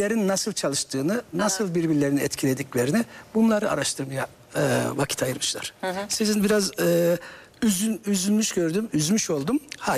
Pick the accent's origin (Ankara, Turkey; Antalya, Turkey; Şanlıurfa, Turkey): Ankara, Turkey; now in Istanbul, Turkey; Ben İstanbul'a yeni geldim sayılır. 2001'de geldim. Hala İstanbullu değilim. Hocam. Ankaralıyım.